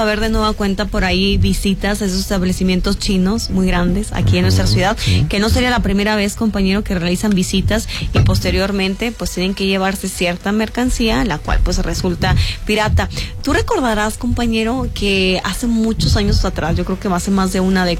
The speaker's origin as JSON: {"language": "Spanish", "country": "Mexico"}